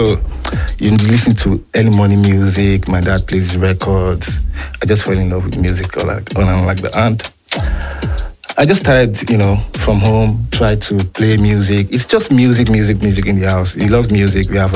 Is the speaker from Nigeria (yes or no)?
yes; Nigeria; now in Essex, United Kingdom; I'm a full Nigerian.